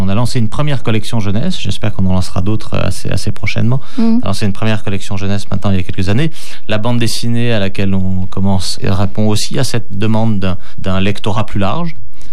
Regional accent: Occitanie, France; C'est-à-dire que je suis originaire, moi, des Cévennes. Donc je n'ai jamais vécu, mais j'y suis revenu enfant tous les étés.

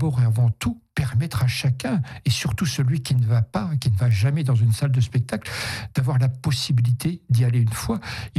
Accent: Bourgogne-Franche-Comté, France; l'opportunité de revenir sur un poste plus conséquent, sur Vesoul, un peu plus dans la région, qui était ma région d'origine.

